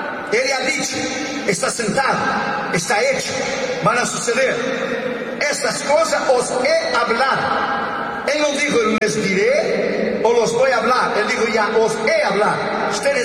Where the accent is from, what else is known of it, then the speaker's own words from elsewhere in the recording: Brazil; Spanish is a second language; now in United States; yo soy brasileño, nacionalizado norteamericano, pero mi corazón es verde amarelo. Pero nosotros tenemos una segunda ciudadanía. En mi caso yo tengo una tercera ciudadanía